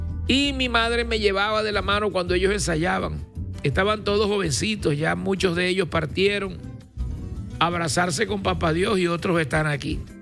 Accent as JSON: {"language": "Spanish", "town": "Maracaibo", "region": "Zulia", "country": "Venezuela", "tie": "born or raised there", "said": "yo nací en Barrio Obrero, y viví en Barrio Obrero y fui vecino de los Silva."}